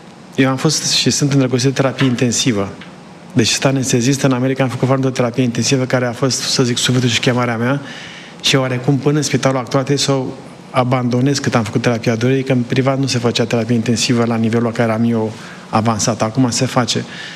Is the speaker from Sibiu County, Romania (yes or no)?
yes; Sibiu County, Romania; now in United States; Sunt de lângă Sibiu. Am stat lângă Copșa mică și...